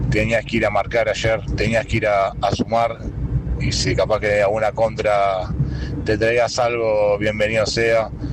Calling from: Quilmes, Buenos Aires Province, Argentina; de Quilmes.

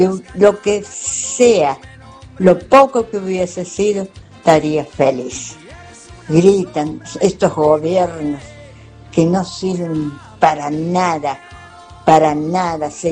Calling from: San Luis, Argentina; de San Luis Capital.

